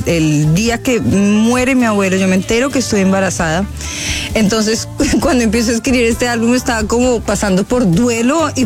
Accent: Bogotá, Colombia; now in Miami, United States; Yo soy de Bogotá.

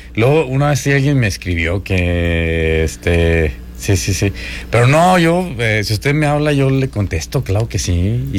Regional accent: Mexico; now in United States; Especialmente aquí en Estados Unidos. Sin embargo, yo creo que sí, que siempre tenemos algo que celebrar. Como pueblo mexicano, somos un pueblo bien grande.

